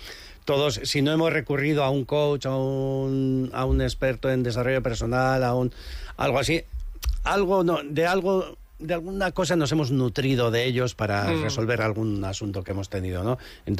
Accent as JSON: {"language": "Spanish", "town": "Errenteria", "region": "Basque Country", "country": "Spain", "also_born_or_lived": "San Sebastián"}